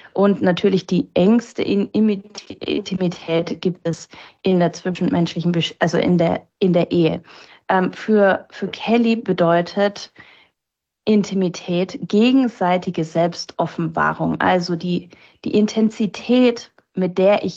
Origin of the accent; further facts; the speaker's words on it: Germany; als Deutsche.